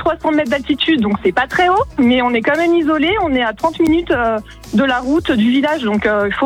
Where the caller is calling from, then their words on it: Digne-les-Bains, Provence-Alpes-Côte d'Azur, France; je suis dans les Alpes de Provence.